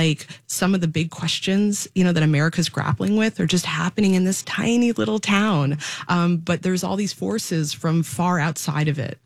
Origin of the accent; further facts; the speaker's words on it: Nashville, Tennessee, United States; Yeah, I'm from Nashville, so this is, an hour and a half away.